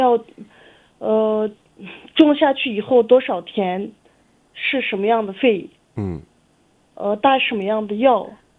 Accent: China; 因为我是这个叉龙的人，叉龙六个村的人都是我的家乡的人，都是我的乡亲们。

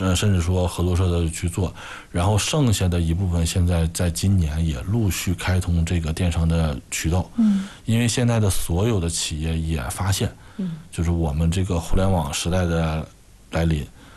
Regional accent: Hulunbuir, Inner Mongolia, China; 我们就是作为一个呼伦贝尔咱们土生土长家乡的孩子，我们走出去过啊，因为我的大学也是在南方去上的，我们也回来过啊。

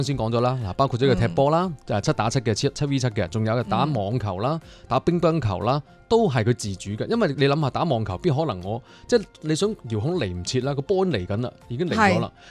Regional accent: Guangdong, China; 我作为一个广东人

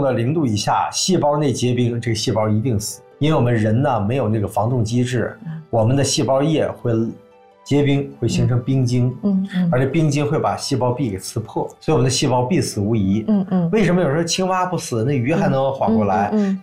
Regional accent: Northeast China, China; born or raised there

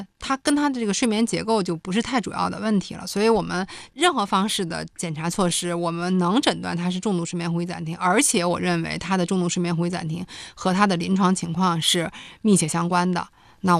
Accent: China; 我们中国人

